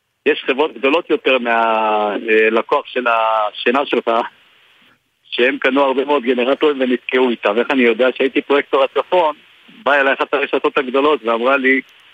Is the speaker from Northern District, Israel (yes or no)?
yes; Northern District, Israel; אני גדלתי בצפון דרך אגב, אני נולדתי במושב בליעזר וגדלתי והתחנכתי שם.